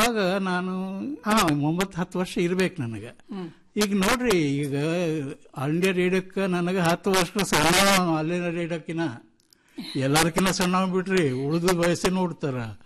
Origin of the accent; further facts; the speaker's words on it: Sulibhavi, Karnataka, India; ಮೂಲ ಊರು ನಮ್ದು ಸುಳಿಭಾವಿ, ಅದು ಧಾರವಾಡ. … ಅವರು ಗದಿಗ್ನವರು, ನಮ್ಮ ತಾಯಿ ಗದಿಗ್ನಾಕಿ.